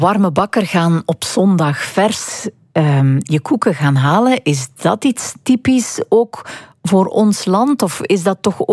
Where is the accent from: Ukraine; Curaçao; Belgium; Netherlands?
Belgium; Blijkbaar zijn wij Belgen nog altijd wel echte broodliefhebbers.